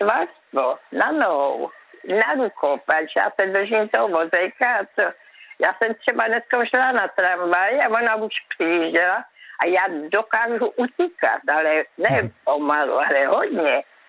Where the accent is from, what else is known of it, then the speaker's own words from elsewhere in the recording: Brno, South Moravian Region, Czechia; kde jsem vyrostla v Kamence? To je tam je vrch, tam je kopec v Brně.